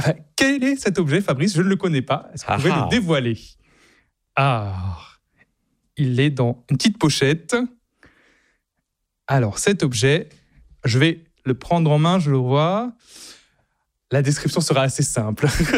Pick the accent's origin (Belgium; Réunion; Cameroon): Réunion; Est-ce qu'en Martinique, moi je suis de La Réunion, hein, est-ce qu'en Martinique il y a un attachement à la Vierge Marie aussi?